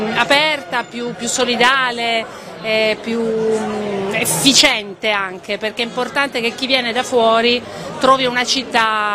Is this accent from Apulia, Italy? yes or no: yes; Taranto, Apulia, Italy; io sono di Taranto